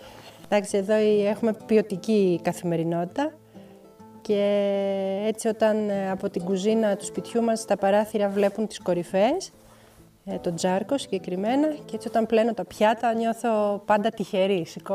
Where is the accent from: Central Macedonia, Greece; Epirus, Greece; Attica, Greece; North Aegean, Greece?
Attica, Greece; Chalandri; born there; also born or lived in France / Alps; Εγώ είμαι μισή Γαλλίδα, μισή Ελληνίδα. Στο Χαλάνδρη μεγάλωσα και στη Γαλλία. Στη Γαλλία η οικογένειά μου είναι από τη Τουλόν, είναι στην Προβικία.